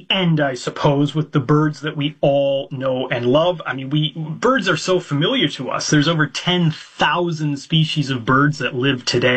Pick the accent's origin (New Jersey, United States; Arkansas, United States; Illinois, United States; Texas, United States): Illinois, United States; Ottawa; now in Scotland, United Kingdom; I'm joining you from Scotland, where I live, but I grew up in Illinois, out in farm country in Ottawa, Illinois.